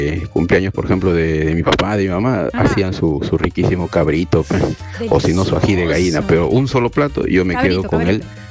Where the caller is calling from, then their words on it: Trujillo, La Libertad, Peru; de Trujillo